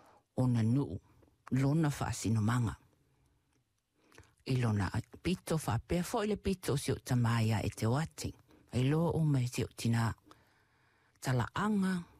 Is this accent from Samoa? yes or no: yes; Samoa; now in New Zealand; When I was growing up in Samoa, she was in Aotearoa, and she'll come and visit.